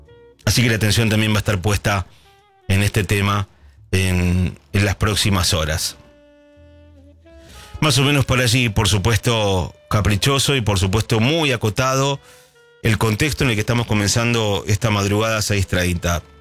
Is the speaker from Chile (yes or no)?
no; Quilmes, Buenos Aires Province, Argentina; me gusta el programa, soy de Quilmes … me relaja el programa